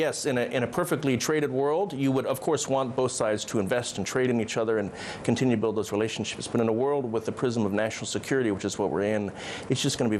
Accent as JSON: {"language": "English", "town": "Seattle", "region": "Washington", "country": "United States", "said": "I'm from Seattle."}